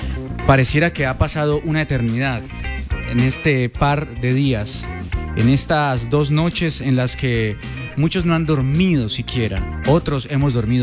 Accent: Cali, Valle del Cauca, Colombia

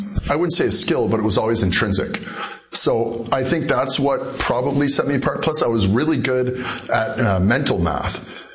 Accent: Nova Scotia, Canada; also born or lived in Edmonton; I was born in Cape Breton. So I was in Cape Breton until I was 8. And my father worked for, at the time, Gulf Oil. And Gulf Oil got bought by Petro-Canada. And we moved to Edmonton until I was 15.

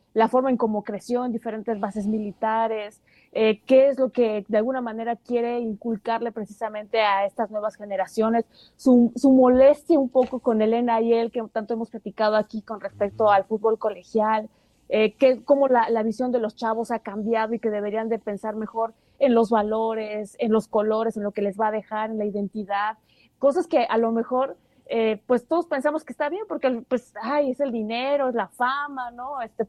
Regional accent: Mexico; nosotros como mexicanos

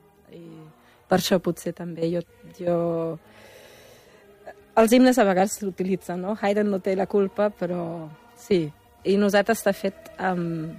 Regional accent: Germany; born or raised there; Catalan is a second language; moved away as an adult; now in Catalonia, Spain

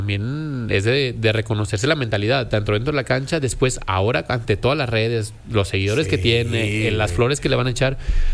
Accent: Mexico; uno siempre como mexicano, como me tocó ser canterano

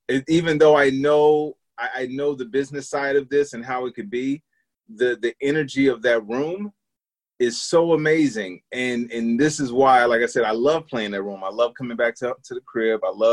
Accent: Chicago, Illinois, United States; Dude, and when they find out I'm from Chicago, they'll be like, oh, what do you think about the Sox or the Cubs?

